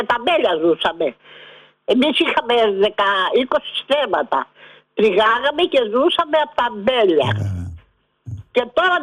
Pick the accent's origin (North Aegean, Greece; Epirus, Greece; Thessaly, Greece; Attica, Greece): Attica, Greece; Spata; από τα Σπάτα.